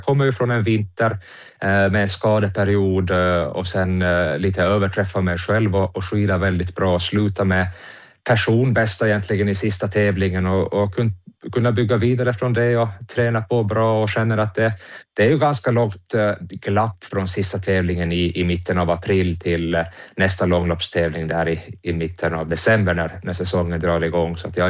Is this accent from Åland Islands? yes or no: yes; Åland Islands; jag har familjen här från Brändö och har varit mycket här som liten, och nu också känner jag att när jag kommer hem till Åland